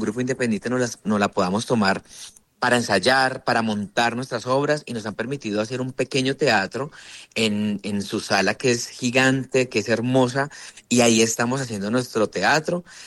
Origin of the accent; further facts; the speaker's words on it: Valle del Cauca, Colombia; now in Bogotá, Colombia; todos los que somos vallecaucanos